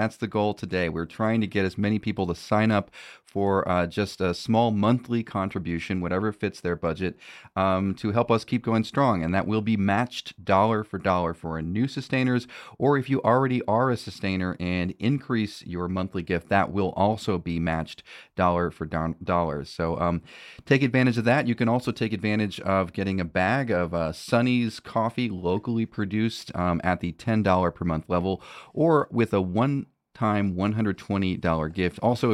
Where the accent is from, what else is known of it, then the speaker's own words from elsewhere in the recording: Kansas City, United States; also born or lived in Delaware; now in Texas, United States; I work down in Texas. I'm not from Texas. I'm from the Kansas City area, actually, originally.